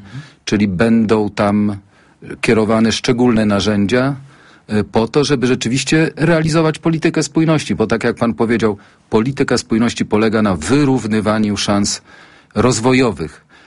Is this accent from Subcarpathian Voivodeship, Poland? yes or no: yes; Subcarpathian Voivodeship, Poland; tutaj akurat obaj z panem posłem pochodzimy z takich regionów, z podkarpackiego.